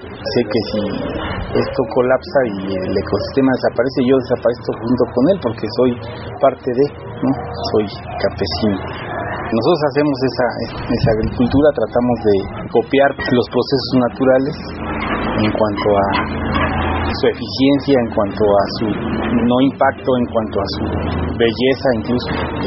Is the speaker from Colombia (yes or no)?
no; San Nicolás Totolapan, Mexico City, Mexico; soy originario de San Nicolás Totolapan.